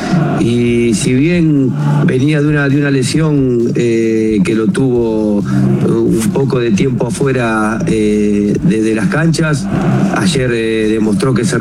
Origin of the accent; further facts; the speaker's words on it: Argentina; moved away; me pone feliz como argentino